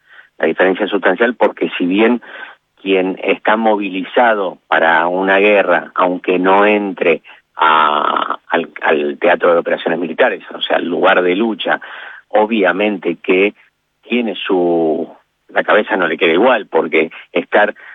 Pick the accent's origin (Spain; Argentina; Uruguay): Argentina